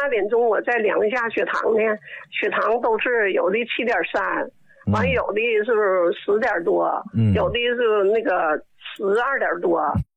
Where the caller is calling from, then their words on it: Shenyang, Liaoning, China; 啊，孙主任，我家是沈阳的。